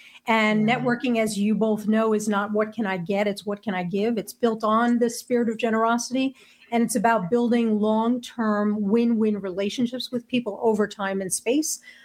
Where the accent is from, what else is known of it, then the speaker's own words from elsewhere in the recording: United States; moved away as an adult; I come from New Jersey, New York.